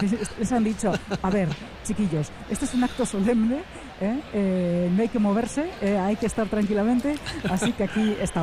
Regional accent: Vitoria-Gasteiz, Basque Country, Spain; yo que soy también de Vitoria, de siempre, es decir, yo nací en Vitoria, he vivido aquí...

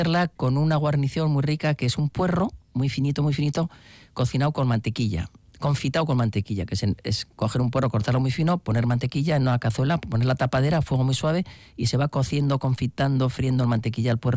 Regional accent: Biscay, Basque Country, Spain; así como soy de Vizcaya, el vizcaíno

